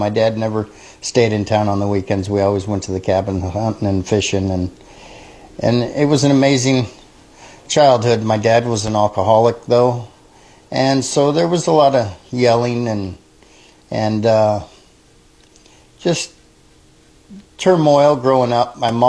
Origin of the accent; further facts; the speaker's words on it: Alaska, United States; because that's the way I was raised in Alaska.